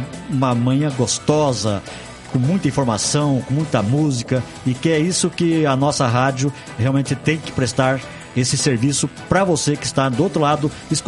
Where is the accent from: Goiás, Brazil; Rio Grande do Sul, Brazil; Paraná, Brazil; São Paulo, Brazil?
Paraná, Brazil; Guaratuba; born there; moved away as an adult; now in Curitiba, Brazil; Eu sou caiçara, nascido em Guaratuba, com muito orgulho, muito prazer, né? Sou de Guaratuba